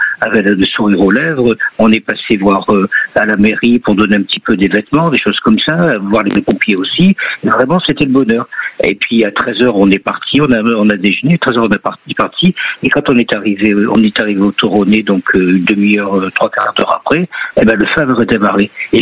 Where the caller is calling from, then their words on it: Fréjus, Provence-Alpes-Côte d'Azur, France; moi je suis de Fréjus et on a de la famille au Touronnais